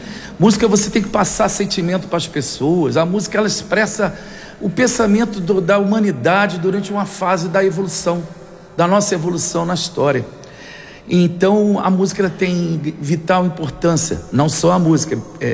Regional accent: Rio de Janeiro, Brazil; Comecei cantando aos 8 anos na igreja, Maria Mãe da Igreja de São José de Tadeu, lá em Padre Miguel, no Rio de Janeiro, capital. Eita. Sou carioca.

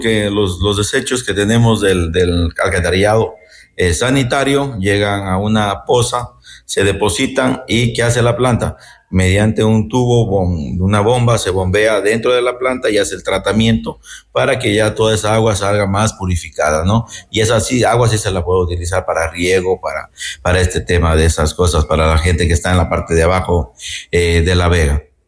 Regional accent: Catamayo, Loja, Ecuador; nuestro cantón Catamayo.

